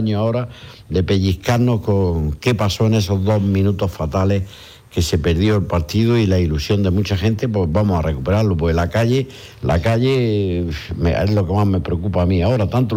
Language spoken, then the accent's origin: Spanish; Almería, Andalusia, Spain; el enemigo de la Almería y de su afición, ese pendular que tú dices, somos los almerienses, somos el propio equipo.